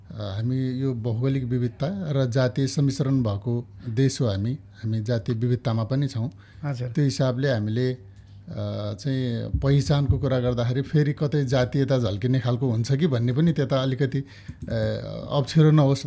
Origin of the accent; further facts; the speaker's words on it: Jajarkot, Karnali Province, Nepal; born there; म खास गरी जाजरकोट मेरो जन्मस्थान हो।